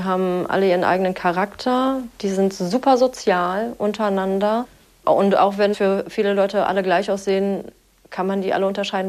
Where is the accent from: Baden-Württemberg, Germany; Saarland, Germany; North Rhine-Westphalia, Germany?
North Rhine-Westphalia, Germany; now in Darmstadt, Germany; Ich komme halt vom Land aus Nordrhein-Westfalen